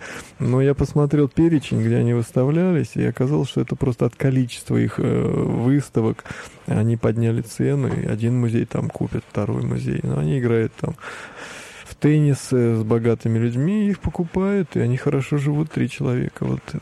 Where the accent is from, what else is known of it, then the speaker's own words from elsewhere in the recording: Ulyanovsk, Ulyanovsk Oblast, Russia; Я когда-то учился в училище на втором курсе и приехал в родной город. Я жил в Ульяновск